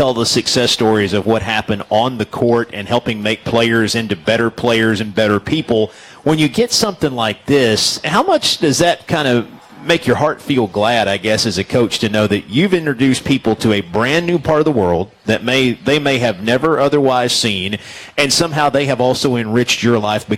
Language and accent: English; Tennessee, United States; And I'm from East Tennessee.